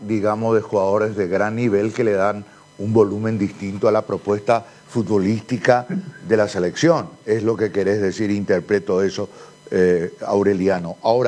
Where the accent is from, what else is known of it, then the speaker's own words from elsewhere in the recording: Paraguay; como paraguayo pues siempre queremos lo mejor para nuestra selección